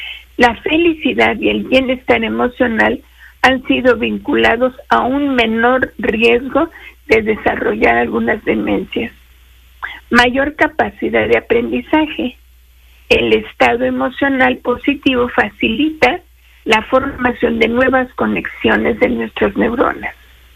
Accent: Mexico; nosotros somos los mexicanos

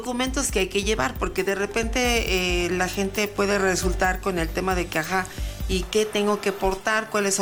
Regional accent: Mexico

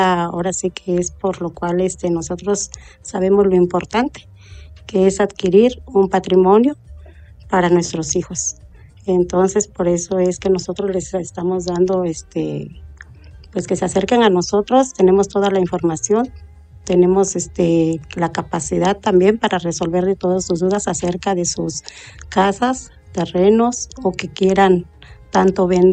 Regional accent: Acatlán de Osorio, Puebla, Mexico; yo soy originaria de Acatlán de Osorio.

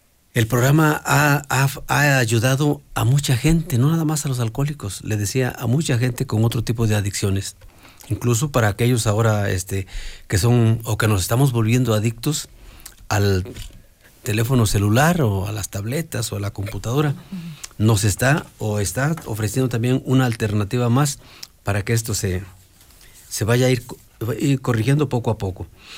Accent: Puebla, Mexico

